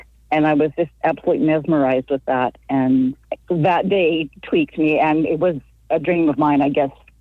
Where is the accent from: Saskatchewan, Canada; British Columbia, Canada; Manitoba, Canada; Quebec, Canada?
Manitoba, Canada; Souris; born there; I was from Souris.